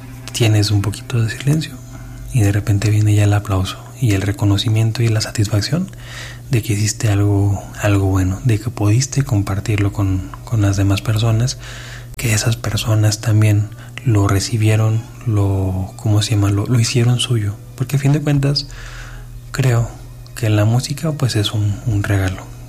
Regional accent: Durango, Mexico; now in Xalapa, Mexico; es que yo soy de Durango.

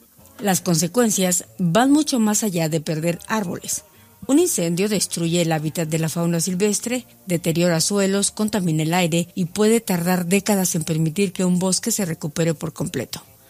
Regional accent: Durango, Mexico

